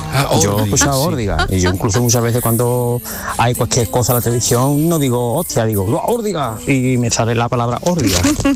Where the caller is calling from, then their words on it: Sanlúcar, Andalusia, Spain; Aquí en Sanlúcar, yo cuando de chiquitito siempre escuchaba, en vez de decir, con perdón, la palabra hostia, ¿no?, que era más sonante, aquí siempre se ha dicho órdiga.